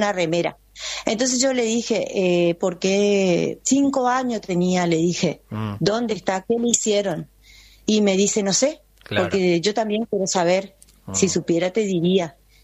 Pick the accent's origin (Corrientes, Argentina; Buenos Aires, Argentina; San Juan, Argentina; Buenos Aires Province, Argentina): Corrientes, Argentina; Nosotros somos de Corrientes Capital y somos madres, muchas somos amas de casa